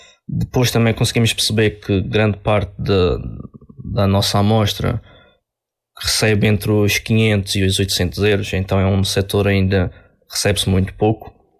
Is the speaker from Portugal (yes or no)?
yes; Madeira, Portugal; moved away as an adult; now in Algarve, Portugal; eu vim para o Algarve, para a Universidade em 2019, sou da Madeira, vim para aqui especificamente estudar